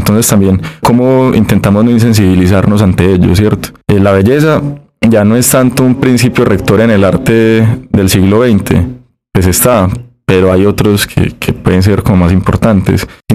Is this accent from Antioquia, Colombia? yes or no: yes; Medellín, Antioquia, Colombia; born there; yo que nací en Medellín, que nací en una época, que vi en mi infancia algunas cosas y en mi adolescencia otras y en mi adultez otras